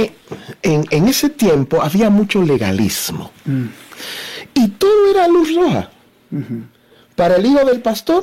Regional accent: Dominican Republic; Y yo soy de una isla, yo soy dominicano.

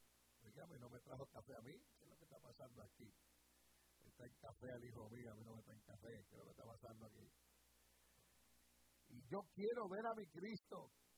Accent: New York City, New York, United States; born there; Pues yo soy norteamericano de nacimiento, nací aquí en la ciudad de Nueva York, en el Bronx.

